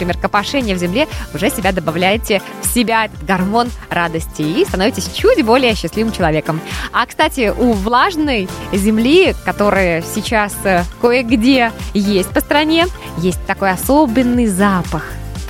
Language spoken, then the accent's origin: Russian; Belarus; мы, белорусы